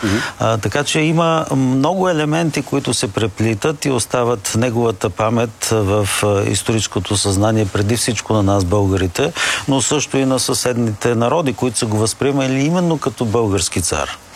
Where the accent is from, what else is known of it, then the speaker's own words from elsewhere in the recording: Sofia, Sofia City, Bulgaria; ние като софиянци